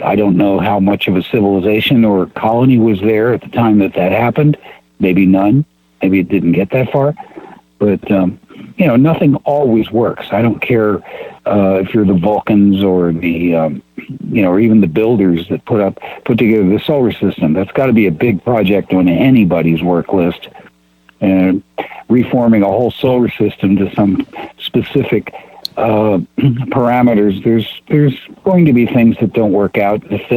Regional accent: Wales, United Kingdom; I'm Welsh, I can say that.

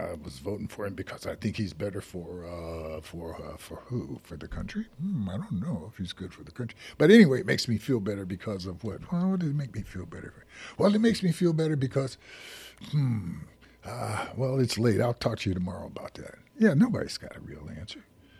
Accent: United States; since I'm in America, and I'm an American

